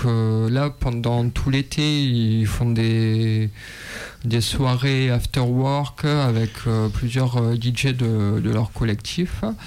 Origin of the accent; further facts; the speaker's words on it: Grenoble, Auvergne-Rhône-Alpes, France; now in Le Teil, France; j'ai bientôt 35 ans, je suis originaire de Grenoble, mais j'habite actuellement sur Le Teil en Ardèche, une petite commune qui est à 10 minutes en voiture de Montélimar